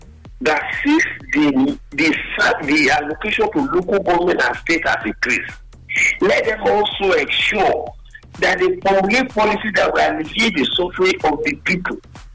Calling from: Benin City, Edo, Nigeria; I'm calling from Benin here.

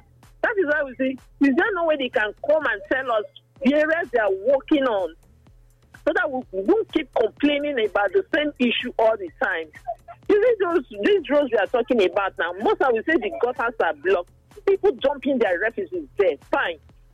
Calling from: Edo, Nigeria; I come from Ikwabaka local government.

